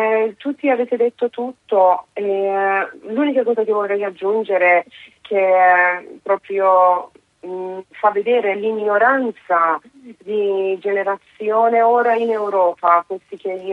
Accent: Iran; Italian is a second language; now in Italy; io da iraniana quando in 8 e 9 gennaio hanno ammazzato oltre 50.000 persone in solo 2 giorni nel mio paese

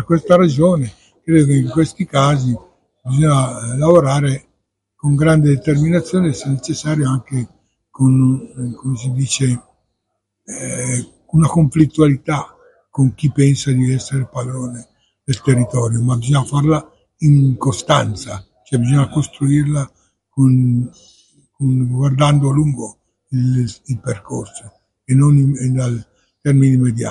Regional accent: Lecco, Lombardy, Italy; io vengo da Lecco

